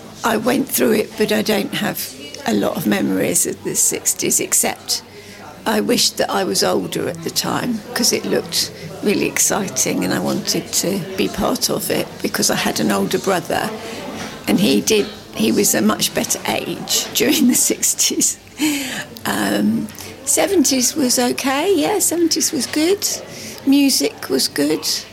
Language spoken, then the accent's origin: English; East of England, United Kingdom; moved away; I'm from Hertfordshire, originally. It's commuter belt, so a lot of people live there who then work in London.